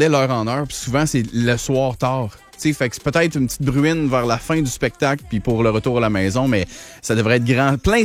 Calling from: Lévis, Quebec, Canada; moi aussi, je suis de la Rive-Sud, puis moi, je suis à Lévis

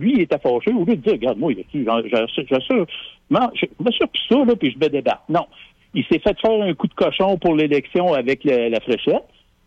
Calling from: Lévis, Quebec, Canada; Moi, je suis à Lévis

